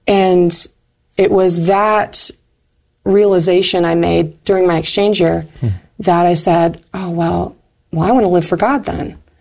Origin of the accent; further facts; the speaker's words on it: Michigan, United States; there's a Northern Michigan University is also in my hometown